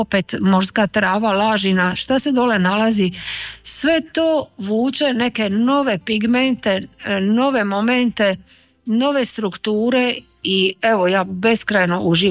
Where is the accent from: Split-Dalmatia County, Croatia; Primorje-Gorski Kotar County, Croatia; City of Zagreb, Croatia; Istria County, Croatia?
Split-Dalmatia County, Croatia; Split; pošto sam ja dijete Dalmacije, moji roditelji su otočani, ja sam rođena u Splitu